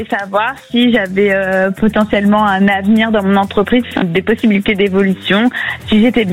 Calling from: Lyon, Auvergne-Rhône-Alpes, France; Je vous appelle de Lyon.

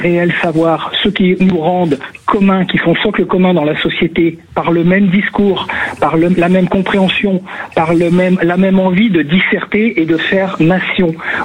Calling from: Roussillon, Provence-Alpes-Côte d'Azur, France; moi, je vous appelle du Roussillon.

